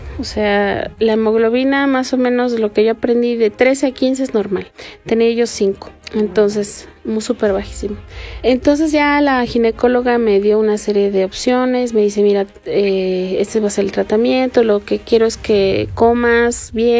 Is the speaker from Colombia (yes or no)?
no; Pachuca, Hidalgo, Mexico; soy de aquí de Pachuca y pues nos dedicamos a... Bueno, yo soy psicóloga, tengo 44 años.